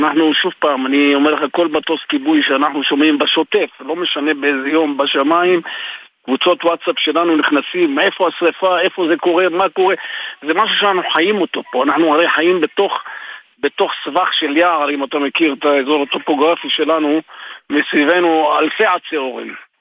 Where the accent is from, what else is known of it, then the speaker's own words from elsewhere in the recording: Kisalon, Jerusalem District, Israel; אני נולדתי פה, אני 60 שנה פה.